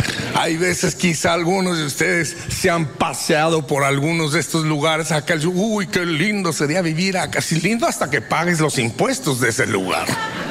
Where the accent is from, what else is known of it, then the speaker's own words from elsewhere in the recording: Durango, Mexico; moved away; Yo crecí en una ciudad en el norte de México que se llama Durango.